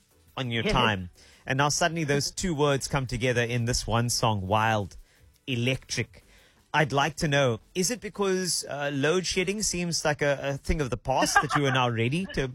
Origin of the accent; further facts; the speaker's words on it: South Africa; I think it's just because the culture of how we grew up in South Africa.